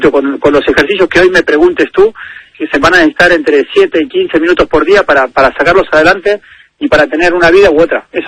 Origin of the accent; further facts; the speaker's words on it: Spain; moved away; yo hace nada vine de España y hace 25 años